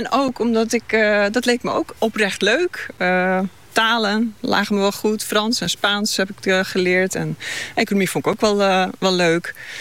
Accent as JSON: {"language": "Dutch", "town": "Leeuwarden", "region": "Friesland", "country": "Netherlands", "tie": "born or raised there", "also_born_or_lived": "Huizum", "said": "Leeuwarden. Leeuwarden. Geboren echt toch in Huzum."}